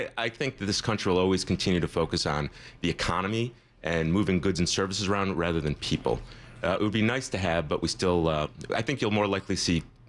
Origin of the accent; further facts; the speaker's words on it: Ann Arbor, Michigan, United States; I grew up in Ann Arbor, and I'm a diehard Michigan fan.